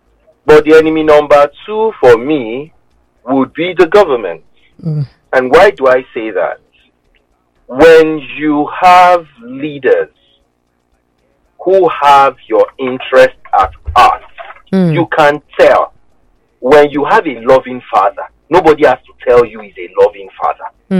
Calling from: Nigeria

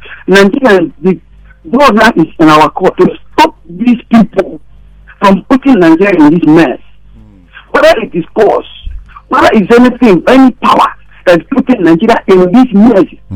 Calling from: Ireland; I'm calling you from Ireland.

